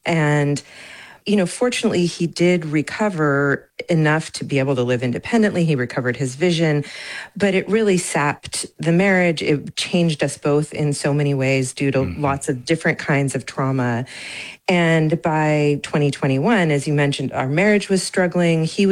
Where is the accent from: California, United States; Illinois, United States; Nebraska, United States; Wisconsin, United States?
California, United States; Well, I'm from Northern California. I've always loved the water and our wild spaces here, our rivers. I grew up in a town with a lot of swimming holes